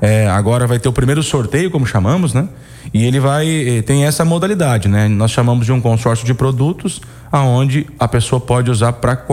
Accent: Rio Grande do Sul, Brazil; eu que sou gaúcho

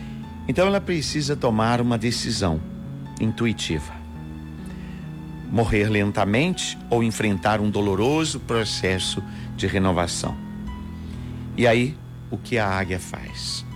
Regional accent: Minas Gerais, Brazil; para nós que somos de Minas, né?

